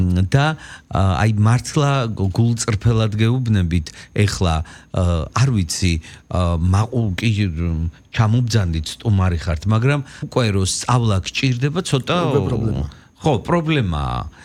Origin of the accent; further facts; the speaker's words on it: Chiatura, Imereti, Georgia; moved away; მე ჩამოვალ ჭიათურაში და მიმასპინძლეთ ჩემს მშობლიურ ქალაქში